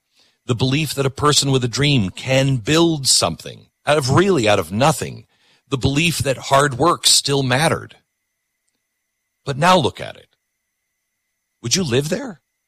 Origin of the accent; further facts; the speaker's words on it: Mount Vernon, Washington, United States; I grew up in the West Coast. I grew up in, don't hold this against me, I grew up in the Seattle area, Mount Vernon, Washington, a little teeny town north of Seattle.